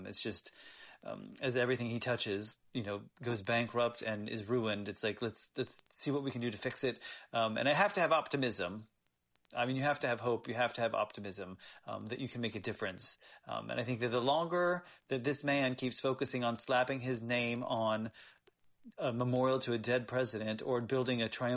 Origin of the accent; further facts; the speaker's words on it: Indiana, United States; found out that they were married in my hometown church in central Indiana.